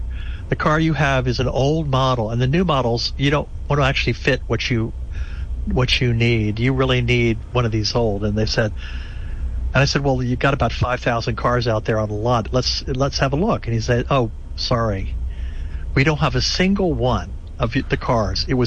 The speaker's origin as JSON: {"language": "English", "town": "Bethesda", "region": "Maryland", "country": "United States", "said": "I'm from Bethesda, Maryland."}